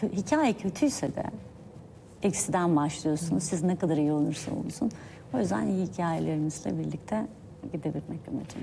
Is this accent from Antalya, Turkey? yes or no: yes; Antalya, Turkey; Ben Antalyalıyım. Antalya deyince aklınıza ne gelir? Turizm gelir, tarım gelir. Hani bir sanayi şehri gelmez.